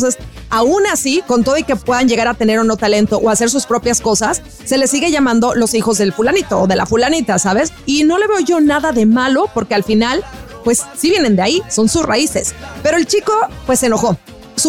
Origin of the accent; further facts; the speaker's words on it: Mexico; si somos mexicanos